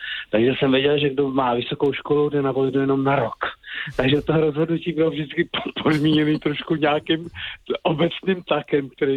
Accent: Žatec, Ústí nad Labem Region, Czechia; já jsem byl ze Žadce a ta škola byla v okolo 30 kilometrů, takže jsme hledali, abych mohl denně dojíždět, což se nakonec stalo. Byl jsem na střední průmyslové škole v Chomutově

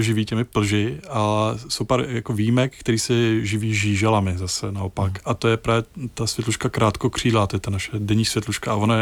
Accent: Prague, Czechia; kde bych ty světlušky mohl studovat, ideálně v Praze, odkud pocházím

